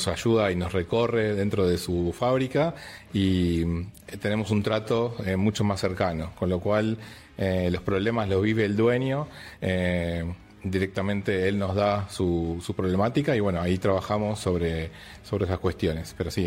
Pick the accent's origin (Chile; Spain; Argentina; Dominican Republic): Argentina; Buenos Aires; soy ingeniero industrial de Buenos Aires.